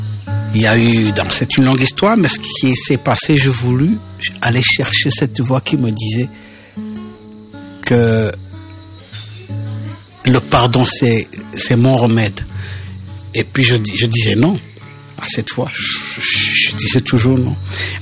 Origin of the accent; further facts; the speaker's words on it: Rwanda; Je suis allé au Rwanda en 2007, dans mon village natal. là où j'étais né, là où j'avais connu Vincent, pour aller témoigner de mon pardon.